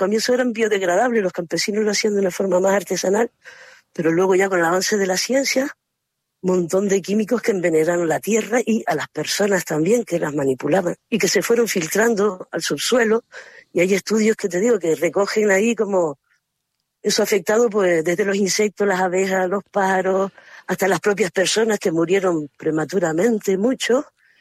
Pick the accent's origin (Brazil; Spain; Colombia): Spain; Ingenio, Canary Islands; yo soy de Ingenio, me crié en el sureste de Gran Canaria. Eso está lleno de cultivos de tomateros, me crié así.